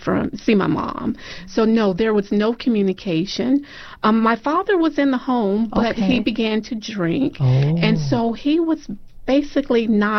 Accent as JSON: {"language": "English", "town": "Winston-Salem", "region": "North Carolina", "country": "United States", "also_born_or_lived": "Georgia / Alabama / Tennessee / Ohio", "accent": "southern", "lives_now": "California, United States", "said": "Originally, I'm from North Carolina, Winston-Salem, North Carolina. But I've lived everywhere, Georgia, Alabama, Tennessee."}